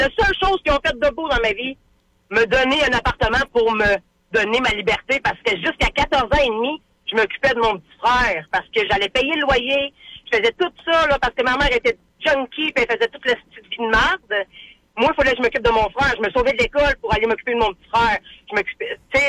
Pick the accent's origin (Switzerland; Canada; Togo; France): Canada; Quebec; Puis, parce que je viens de la Côte-Nord.